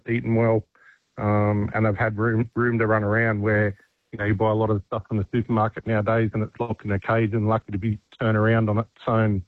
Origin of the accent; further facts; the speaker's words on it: Wagga Wagga, New South Wales, Australia; In Wagga, actually.